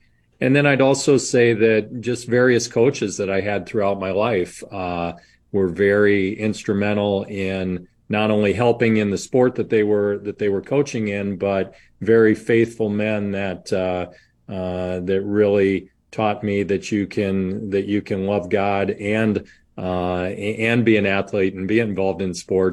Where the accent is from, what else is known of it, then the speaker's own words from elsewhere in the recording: Midwest, United States; also born or lived in Ohio / Indiana / Iowa; I was born in Columbus, Ohio, and my father was a basketball coach. And as he was moving up the ranks of his career, we moved throughout the Midwest. So my early years were spent in Ohio, Indiana, and Iowa before moving up to Minnesota to go to college.